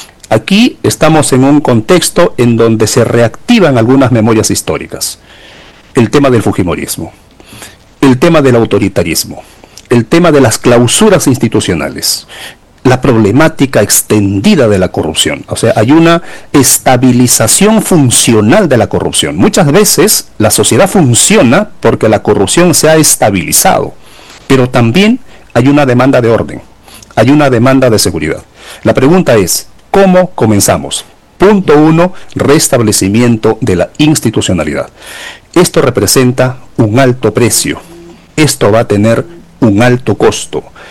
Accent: Peru; somos una democracia peruana

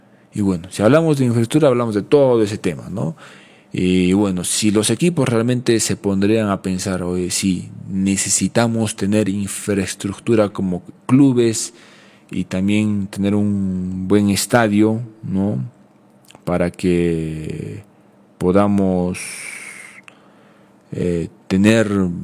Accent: Peru; en Perú, nosotros nunca hemos albergado Copa América

